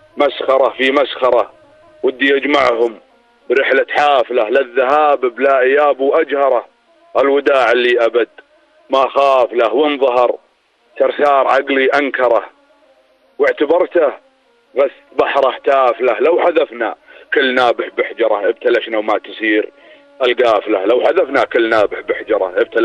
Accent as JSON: {"language": "Arabic", "country": "Jordan"}